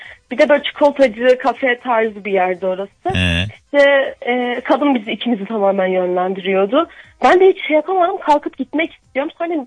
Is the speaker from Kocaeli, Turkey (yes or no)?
no; Amasya, Turkey; ben Amasyalıyım